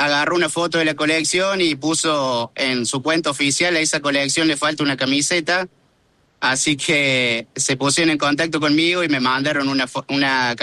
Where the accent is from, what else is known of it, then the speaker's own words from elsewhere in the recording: Arroyito, Córdoba, Argentina; accent: tonada cordobesa; De Arroyito, Córdoba, a 120 kilómetros de la capital.